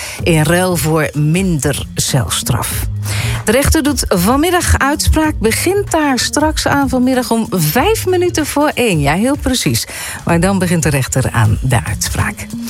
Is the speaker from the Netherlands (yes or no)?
yes; Emmen, Drenthe, Netherlands; Ik zit even te denken aan Emmen, want dat is natuurlijk de stad waar ik vandaan kom.